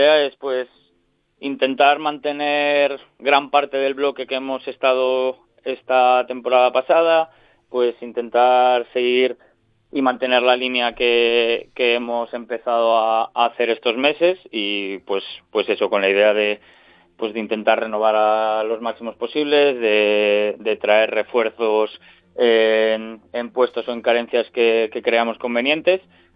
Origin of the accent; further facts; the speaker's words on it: Binéfar, Aragon, Spain; llegué a debutar en el equipo de mi pueblo, en el Binéfar